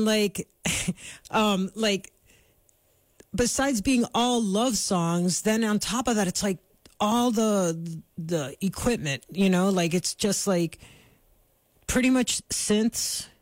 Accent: Miami, Florida, United States; we grew up in Miami

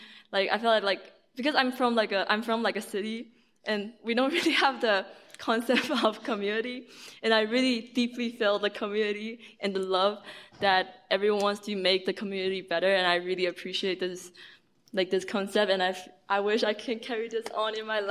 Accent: Taiwan; English is a second language; I'm from Taiwan. I'm still learning English, so I wish everyone can try to understand my English.

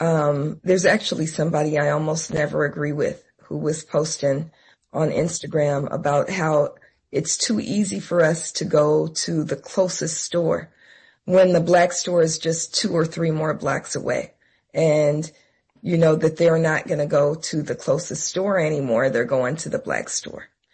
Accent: Oakland, California, United States; now in Los Angeles, United States; I'm from Oakland. So my neighborhood I grew up in, my school I went to was all black and Chinese.

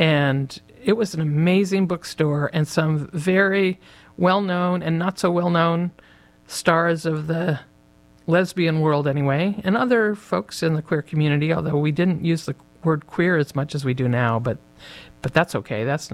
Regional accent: Connecticut, United States; I was raised in Connecticut, and I don't remember. And it was interesting. At the time, I was a young person in Connecticut, so I was there from the age of about 2.5 till 17.

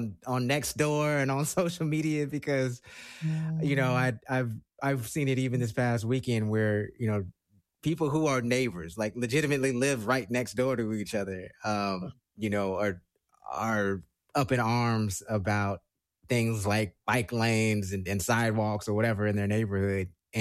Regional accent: Northwest, United States; we're from the Northwest

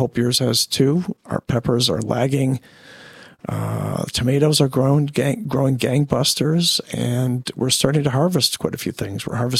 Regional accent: Dearborn, Michigan, United States; as a kid growing up in Dearborn, Michigan.

